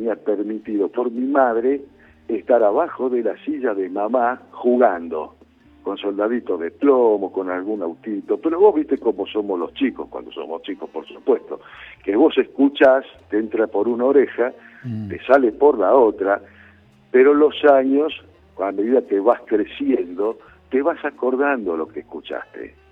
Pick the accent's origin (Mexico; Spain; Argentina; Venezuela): Argentina; como muchos argentinos y muchos peronistas